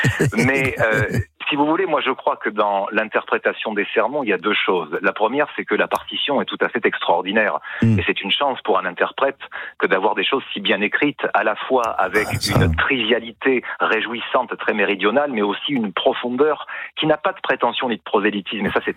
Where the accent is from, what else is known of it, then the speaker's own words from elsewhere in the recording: Marseille, Provence-Alpes-Côte d'Azur, France; moved away; moi, je suis Marseillais, j'ai grandi à Marseille, j'y ai encore beaucoup d'attaches, et c'est vrai que Marcel étant provençal et moi aussi